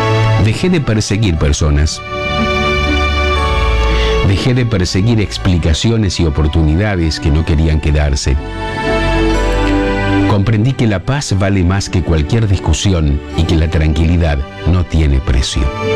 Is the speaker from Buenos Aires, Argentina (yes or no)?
no; Arequito, Santa Fe, Argentina; nos ven en Villa Eloísa, Los Molinos, Arequito, mi pueblo, Los Nogales, San José de la Esquina y Arteaga.